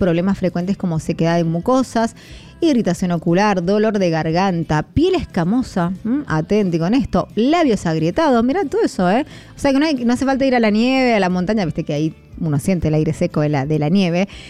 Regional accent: Mendoza, Argentina; Qué mal que nos hace el viento sonda, o no, a los mendocinos. Por más que somos de Mendoza, vivimos aquí en Mendoza y estaríamos supuestamente acostumbrados al viento sonda.

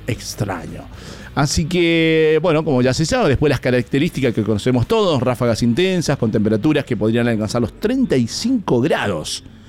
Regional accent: Mendoza, Argentina; como mendocinos conocemos el Zonda

